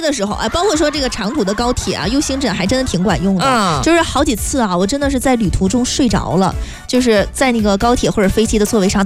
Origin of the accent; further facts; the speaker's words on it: Fujian, China; 这个真符合我们福建人的风格。